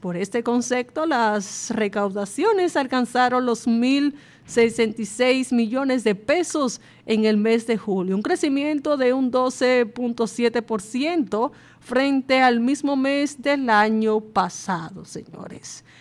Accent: Dominican Republic; nosotros los dominicanos

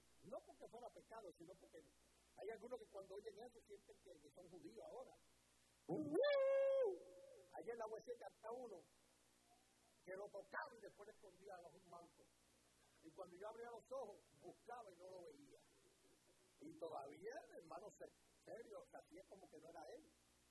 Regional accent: New York, United States; Yo no soy judío. Yo soy puertorriqueño del Bronx, Nueva York.

